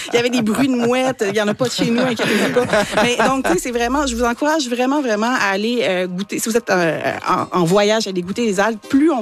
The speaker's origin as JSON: {"language": "French", "region": "Quebec", "country": "Canada", "said": "moi, je suis gaspésienne"}